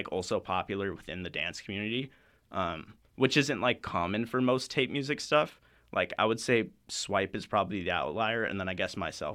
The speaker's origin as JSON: {"language": "English", "town": "Surrey", "region": "British Columbia", "country": "Canada", "said": "I'm from Surrey, British Columbia."}